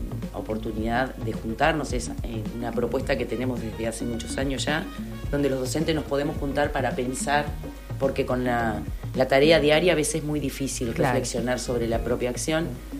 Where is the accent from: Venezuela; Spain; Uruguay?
Uruguay; soy una uruguaya afortunada